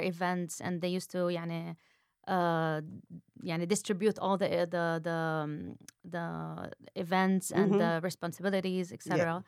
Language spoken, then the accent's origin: English; Beirut, Beirut Governorate, Lebanon; moved away; we are from Beirut.